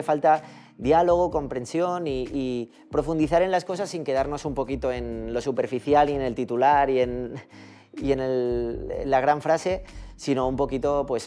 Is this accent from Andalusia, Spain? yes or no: no; Catalonia, Spain; yo soy de allí, entonces todo mi entorno es de allí, mis amigos, mi familia, mis compañeros.